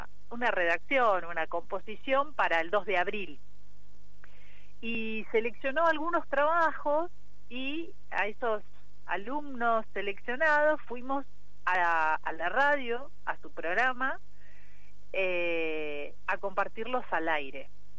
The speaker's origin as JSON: {"language": "Spanish", "town": "Pico Truncado", "region": "Santa Cruz", "country": "Argentina", "tie": "born or raised there", "said": "Yo me crié en Pico Truncado, en la provincia de Santa Cruz"}